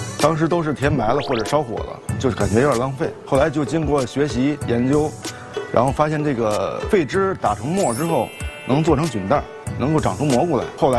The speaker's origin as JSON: {"language": "Chinese", "region": "Beijing", "country": "China", "said": "大家好，我来自北京昌平实验站，"}